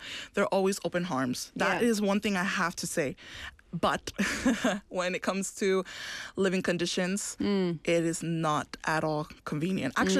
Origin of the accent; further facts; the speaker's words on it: Guaynabo, Puerto Rico; also born or lived in San Juan; So I was born in the capital of Puerto Rico, mm-hmm. which is San Juan.